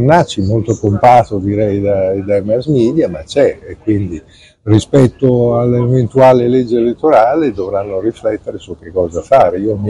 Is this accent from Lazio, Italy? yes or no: no; Bologna, Emilia-Romagna, Italy; Guarda, io sono un bolognese